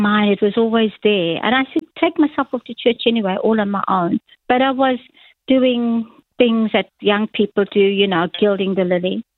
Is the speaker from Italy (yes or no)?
no; Durban, KwaZulu-Natal, South Africa; born or raised there